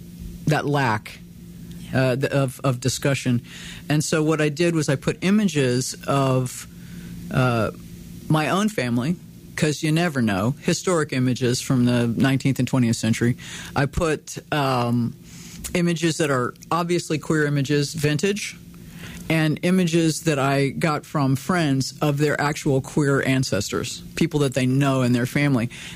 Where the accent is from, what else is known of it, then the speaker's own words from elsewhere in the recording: Texas, United States; born there; I was born 5 miles outside a town of 10,000 in the coastal bend of Texas in what had been the generation before mine, a Czech-speaking farming community. I'm the first one in my family on my dad's side to speak English first.